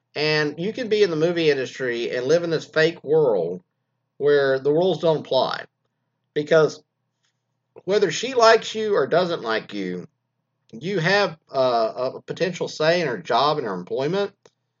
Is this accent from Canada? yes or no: yes; Canada; None of my friends or family thought it would last because she's Chinese and I'm Canadian.